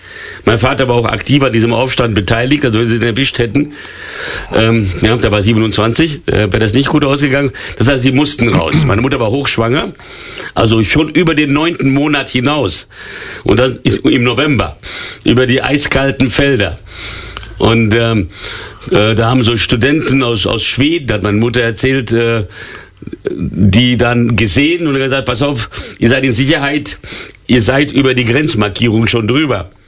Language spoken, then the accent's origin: German; São Paulo, Brazil; moved away; also born or lived in Hungary / Vienna; Als Baby nach São Paulo, da bin ich aufgewachsen.